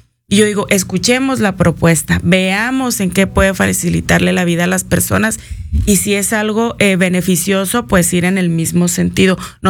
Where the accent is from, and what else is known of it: Chihuahua, Mexico